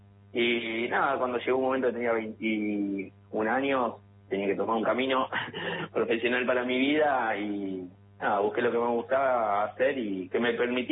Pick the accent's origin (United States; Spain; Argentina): Argentina; General Rodríguez, Buenos Aires Province; yo me crié en General Rodríguez, provincia de Buenos Aires, y ella en San Isidro.